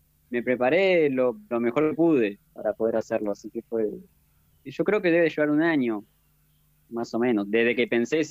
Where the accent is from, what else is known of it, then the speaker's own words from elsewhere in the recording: Trelew, Chubut, Argentina; born there; also born or lived in El Bolsón; now in Epuyén, Argentina; Yo nací en Trelew